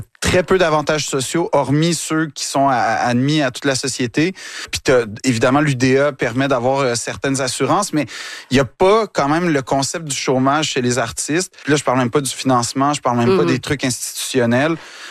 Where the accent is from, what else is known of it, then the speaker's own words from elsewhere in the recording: Quebec, Canada; je réalise à quel point le Québec, c'est ma vie, en fait. Quand je dis que je suis Québécois jusqu'au bout des doigts